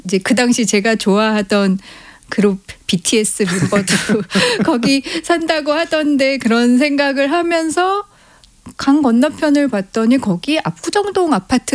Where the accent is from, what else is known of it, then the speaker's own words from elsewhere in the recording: Seoul, South Korea; 예, 제가 그 마을에서 태어났고 제가 태어난 집에서 걸어서 20분 거리에 지금 20년째 살고 있어요.